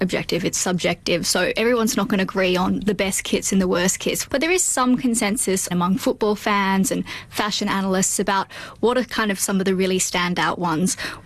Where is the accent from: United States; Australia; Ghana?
Australia; It pains me to say that as an Aussie.